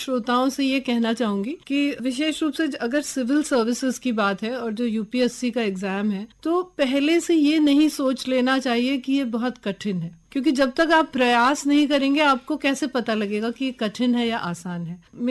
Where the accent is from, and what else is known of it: Madhya Pradesh, India